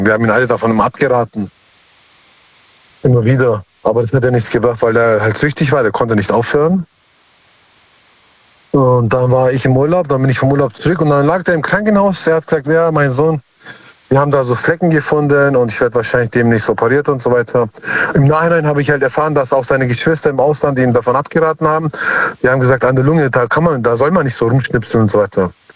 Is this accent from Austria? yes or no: no; Heidenheim, Baden-Württemberg, Germany; Ja, aus Heidenheim.